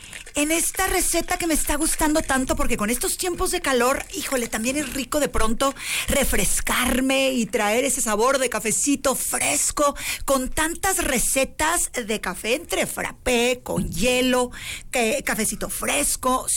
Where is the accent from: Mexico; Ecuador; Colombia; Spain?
Mexico